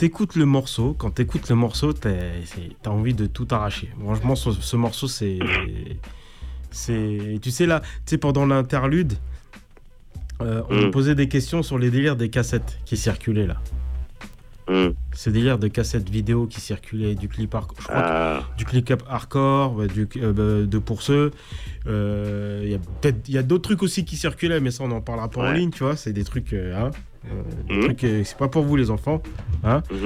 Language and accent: French; Guadeloupe; je suis Guadeloupéen